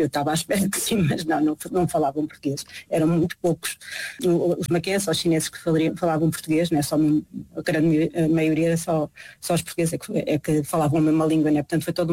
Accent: Macau; enquanto vivi tantos anos em Macau e, apesar de ter crescido lá e ser, na realidade, o sítio, o local onde eu cresci e tenho uma relação muito próxima

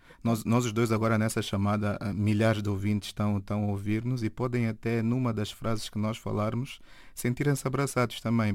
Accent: Angola; Eu sou angolano

